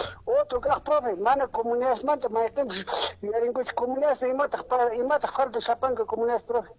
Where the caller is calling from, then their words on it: Peru; yo soy de Vista Alegre, Santa Cara.